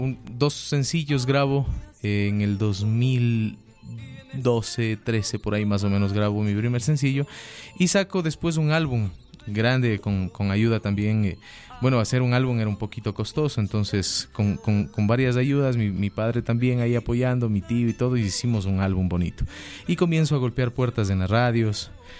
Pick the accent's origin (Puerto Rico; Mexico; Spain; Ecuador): Ecuador; Cuenca, Azuay; now in Quito, Ecuador; mi ciudad natal, en Cuenca. Estamos ahora acá por la capital, que considero mi segundo hogar.